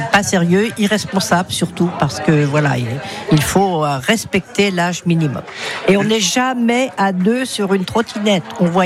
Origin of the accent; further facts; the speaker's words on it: Normandy, France; Alors chez nous, en Normandie